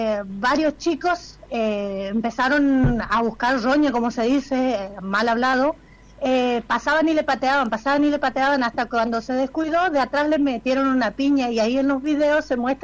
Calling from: Machagai, Chaco, Argentina; No, yo soy de Machagay.

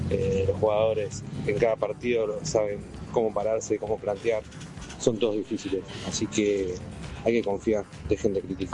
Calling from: La Plata, Buenos Aires Province, Argentina; de La Plata, estoy en el taller

